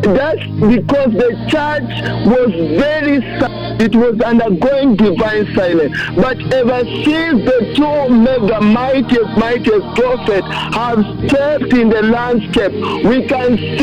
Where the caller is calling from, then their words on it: Western, Kenya; I'm calling live from Vihiga West region.